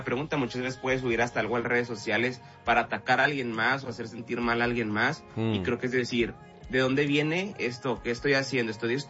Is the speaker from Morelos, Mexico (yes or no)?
no; Ciudad Juárez, Chihuahua, Mexico; now in El Paso, United States; Yo soy de Ciudad Juárez, y Ciudad Juárez está en frontera con El Paso, Texas.